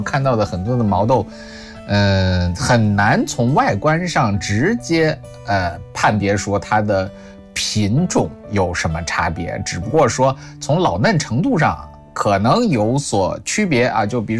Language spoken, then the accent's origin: Chinese; China; 我们中国人